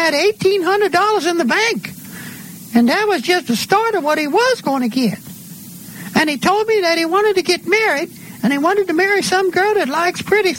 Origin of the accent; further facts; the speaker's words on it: Bessemer, Alabama, United States; born there; moved away as an adult; now in New York City, United States; I was born in Bessemer, Alabama.